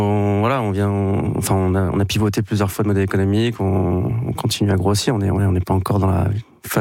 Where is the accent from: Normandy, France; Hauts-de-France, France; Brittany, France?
Brittany, France; Saint-Malo; born there; also born or lived in London; je suis né à Saint-Malo